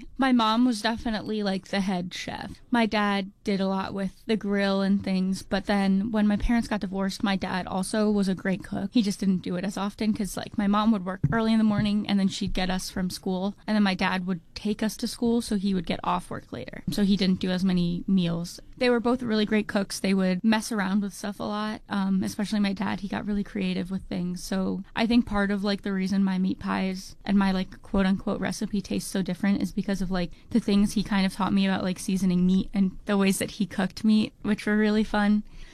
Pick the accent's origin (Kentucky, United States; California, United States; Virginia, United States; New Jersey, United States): New Jersey, United States; And then I grew up in New Jersey.